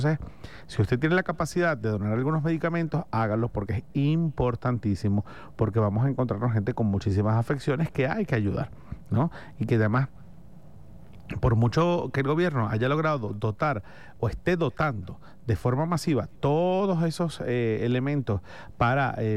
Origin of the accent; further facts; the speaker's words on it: Venezuela; somos todos, venezolanos, venezolanas, los caraqueños, los guaireños, los maracuchos, los aragüeños